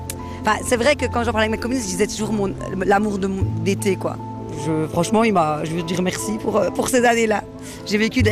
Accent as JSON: {"language": "French", "country": "Belgium", "said": "Moi, je suis belge hein, de base."}